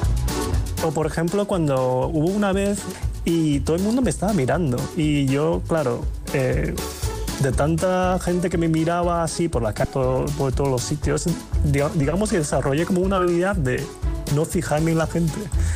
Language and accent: Spanish; China; Igual ese como encasillamiento de que soy chino, que no, igual no hable muy bien el idioma, que desconozco, soy como turista o por ejemplo en los trabajos pues me ponen cosas que tienen que ver con China o con Asia